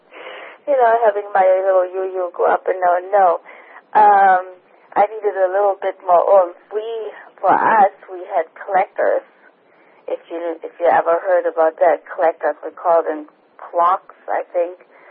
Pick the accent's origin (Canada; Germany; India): Germany; now in Central Coast, California, United States; I was raised in Germany.